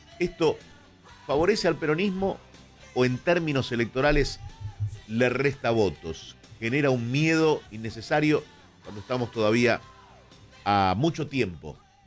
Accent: San Juan, Argentina; Qué feliz me hace que hablen de mi tierra, de la temperatura, porque lo mencionó Berengo hace instantes. Habla de mi San Juan.

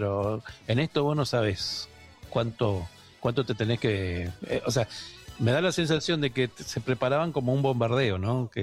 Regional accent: Itatí, Corrientes, Argentina; born there; moved away; mi pueblo, Itatí.

